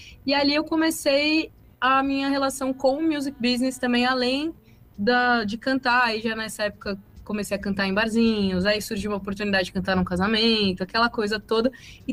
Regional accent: São Paulo, Brazil; Sou de São Paulo, capital.

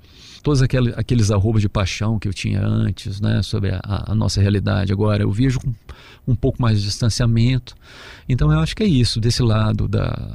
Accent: Brazil; Eu cresci no Brasil

